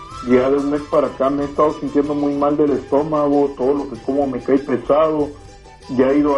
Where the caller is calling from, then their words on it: Grand Prairie, Texas, United States; De Gran Prairie.